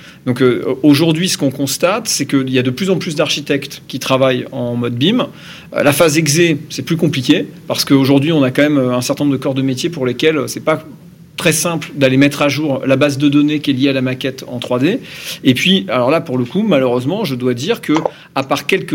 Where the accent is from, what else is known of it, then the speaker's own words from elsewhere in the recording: Normandy, France; Bon, je vais faire une réponse de Normand, mais je suis Normand.